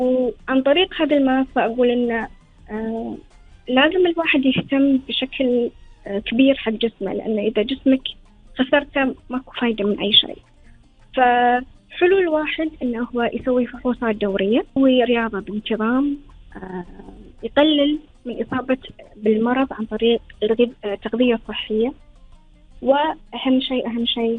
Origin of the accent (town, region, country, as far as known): Kuwait